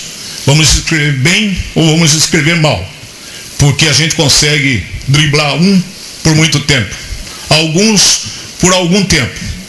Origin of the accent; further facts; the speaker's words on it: Rafard, São Paulo, Brazil; born there; então, eu não sou capivariano hoje, eu sou rafardense, mas eu nasci em Capivari. Porque no meu documento era, nascido em Capivari, distrito de Rafar, 31 de março de 54.